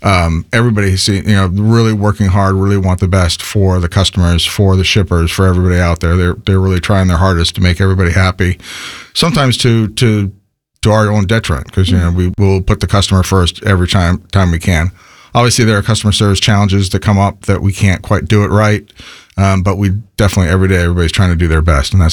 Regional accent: San Francisco, California, United States; moved away as an adult; also born or lived in New York / Washington, D.C.; Well, I'm a born and bred Californian. I grew up in the San Francisco area, came out to New York to go to college, to the Merchant Marine Academy. Hightailed it back to California after college and was there for about 10 years before I moved to Washington, D.C.

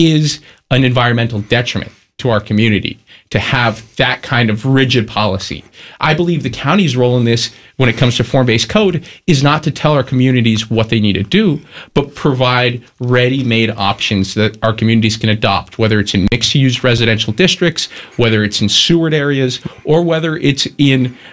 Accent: Massachusetts, United States; The short answer, I'm born and raised on the Cape. I live on the Cape.

